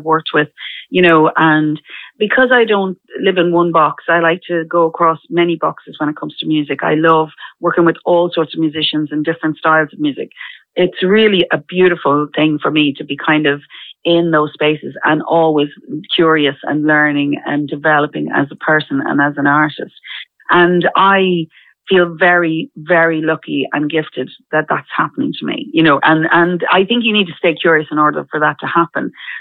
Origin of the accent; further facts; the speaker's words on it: Dublin, Leinster, Ireland; born there; I was born in the Coombe, so technically I'm a local.